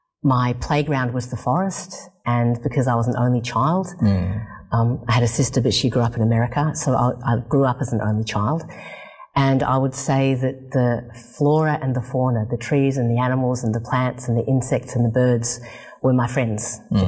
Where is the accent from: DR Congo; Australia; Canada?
Australia; Bega, New South Wales; born there; I grew up on top of a mountain about 20 minutes outside of a very small country town known as Bega.